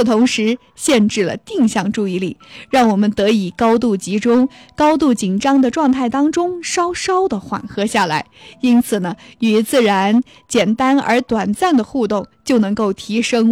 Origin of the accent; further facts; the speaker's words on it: China; 这一点难道是刻在我们中国人基因里的吗？